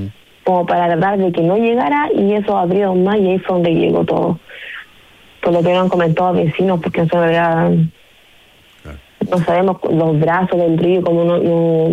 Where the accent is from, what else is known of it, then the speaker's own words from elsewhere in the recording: Talca, Maule, Chile; now in Ovalle, Chile; nosotros no somos de aquí, somos del sur. ¿De dónde? Somos de Talca, llegamos hace 3 años aquí a Ovalle.